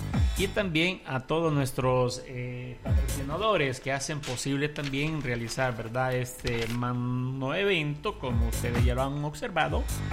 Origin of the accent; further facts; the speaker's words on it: Lima, Peru; nos abren la puerta, ¿verdad?, como limeños, como empresarios